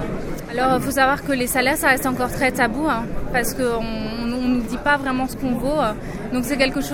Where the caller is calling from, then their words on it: Grand Est, France; si je reste en Alsace